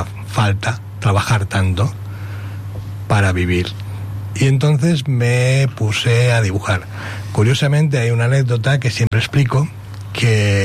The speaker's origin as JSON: {"language": "Spanish", "region": "Catalonia", "country": "Spain"}